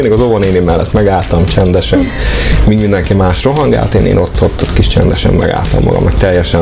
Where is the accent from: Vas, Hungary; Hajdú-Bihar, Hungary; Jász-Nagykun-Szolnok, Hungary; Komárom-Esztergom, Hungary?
Hajdú-Bihar, Hungary; Mikepércs; also born or lived in Debrecen; Én Debrecenben születtem, és egy éves koromban költöztünk ki Mikepélsre, és azóta is ott élek, ennek már most már 35-6 éve.